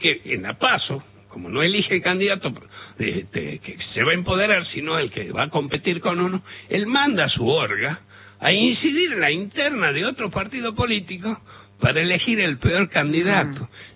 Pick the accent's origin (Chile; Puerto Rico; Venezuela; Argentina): Argentina; Salta; Así es, Nico. Soy de Salta y hago falta.